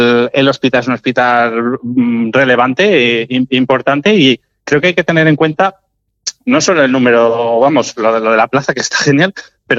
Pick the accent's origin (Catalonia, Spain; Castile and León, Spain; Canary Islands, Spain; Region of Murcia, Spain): Castile and León, Spain; Y yo soy de Soria, de aquí al ladito, de Chinos.